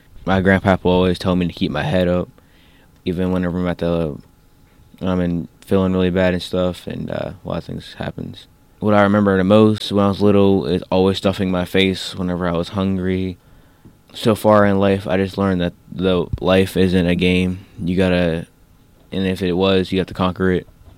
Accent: Pittsburgh, Pennsylvania, United States; born there

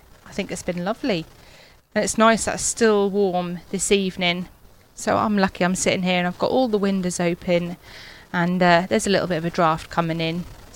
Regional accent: United Kingdom; Yes, I think we are typically British, aren't we?

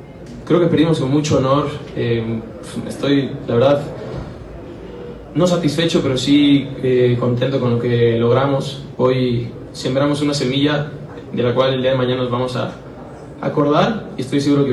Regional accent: Mexico; me llena de orgullo ser mexicano

